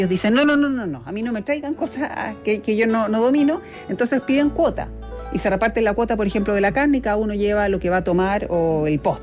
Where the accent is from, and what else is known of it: Chile